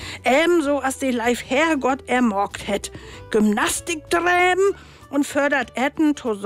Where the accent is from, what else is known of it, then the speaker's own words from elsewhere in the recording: Bavaria, Germany; Nee, I came out Bayern.